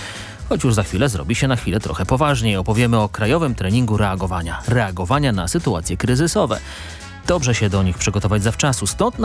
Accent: Świętokrzyskie Voivodeship, Poland; bo ja też ze Świętokrzyskiego pochodzę.

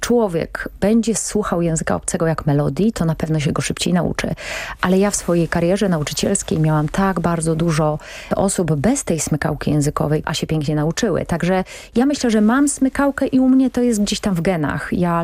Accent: Bieliny, Świętokrzyskie Voivodeship, Poland; born there; accent: Świętokrzyskie dialect; Płynność językowa wynika stąd, że ja pochodzę ze wsi i myśmy zbierali truskawki. I w Bielinach bardzo często brakowało ludzi do pracy i wtedy przyjeżdżali ludzie zza wschodniej granicy. Ja ten język ćwiczyłam i nauczyłam się go płynnie.

